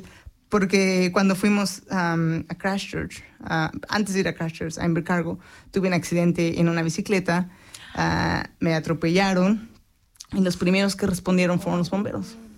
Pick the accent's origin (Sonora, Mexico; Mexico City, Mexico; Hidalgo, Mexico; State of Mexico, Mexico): Mexico City, Mexico; Yo vengo de la Ciudad de México.